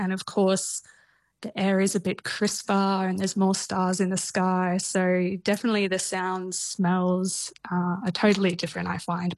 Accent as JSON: {"language": "English", "town": "Bairnsdale", "region": "Victoria", "country": "Australia", "tie": "born or raised there", "said": "Like, I grew up in Bairnsdale going to a Catholic school, and it probably wasn't my favourite part of school."}